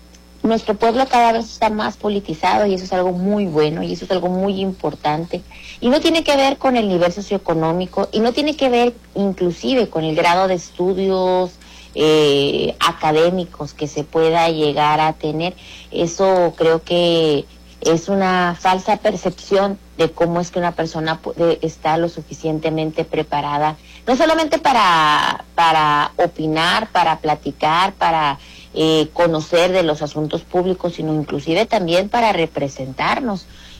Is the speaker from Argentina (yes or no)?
no; Ciudad Juárez, Chihuahua, Mexico; como mexicanas, como mexicanos, pero particularmente como juarenses